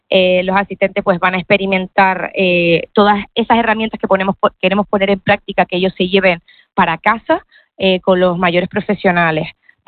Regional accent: Tenerife, Canary Islands, Spain; somos de aquí, de Canarias, uh-huh. Ella de La Palma, yo de Tenerife.

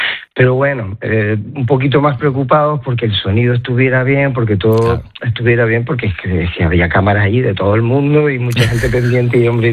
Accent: Canary Islands, Spain; yo que soy hijo y nieto de migrantes y como canario

